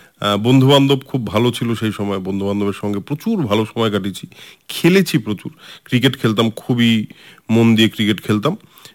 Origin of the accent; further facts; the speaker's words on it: Siliguri, West Bengal, India; শিলিগুড়িতেই বেড়ে ওঠা, শিলিগুড়িতেই বড় হওয়া, এবং শিলিগুড়িতেই ঠিক আমাদের শিলিগুড়িটা যেরকম ছিল, মানে আমার ছোটবেলার শিলিগুড়িটা যেরকম ছিল